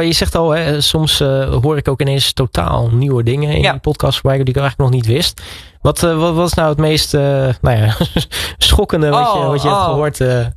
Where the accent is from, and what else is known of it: Netherlands